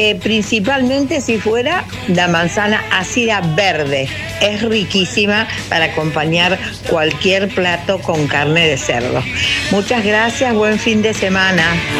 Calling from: Los Toldos, Buenos Aires Province, Argentina; de Los Toldos.

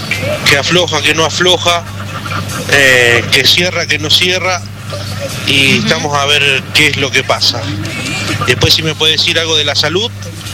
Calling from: Rojas, Buenos Aires Province, Argentina; de la ciudad de Rojas … Provincia de Buenos Aires.

